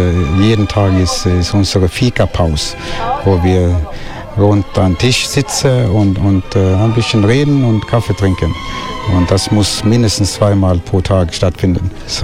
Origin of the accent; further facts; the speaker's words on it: Bergen, Vestland, Norway; German is a second language; Bergen, auf der Westküste. Also wenn ich hierher gekommen bin seit 2010, dann habe ich ein Gefühl gehabt, dass ich zu Hause war.